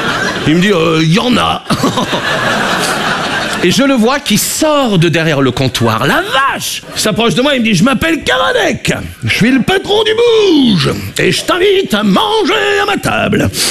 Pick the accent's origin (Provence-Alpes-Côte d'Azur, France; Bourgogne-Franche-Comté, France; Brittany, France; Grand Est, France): Brittany, France; Je suis breton. Moi, j'ai été accepté en Bretagne.